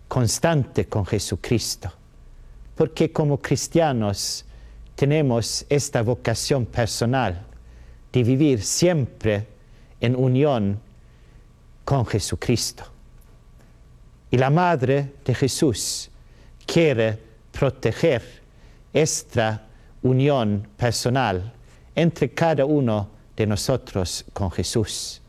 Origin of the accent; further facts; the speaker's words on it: Sweden; Spanish is a second language; now in Stockholm, Sweden; soy obispo católico de Estocolmo en Suecia. Soy sueco y por eso no puedo hablar castellano muy bien, pero espero que me comprendan. Soy también carmelita descalzo